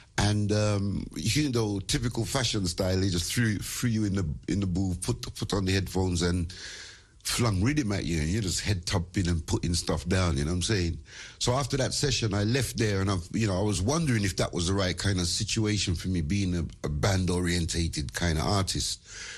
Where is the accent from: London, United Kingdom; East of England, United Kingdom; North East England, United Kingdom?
London, United Kingdom; because I come from East London